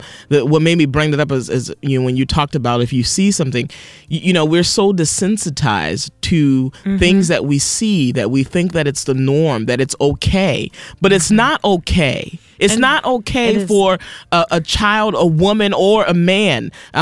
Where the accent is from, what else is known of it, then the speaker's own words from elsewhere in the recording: Boston, Massachusetts, United States; I grew up in, you know, we grew up in Dorchester and Roxbury in Boston